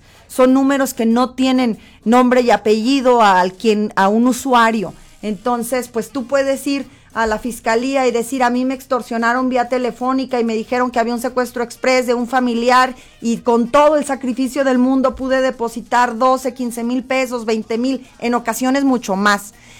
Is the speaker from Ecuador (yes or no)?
no; Zacatecas, Mexico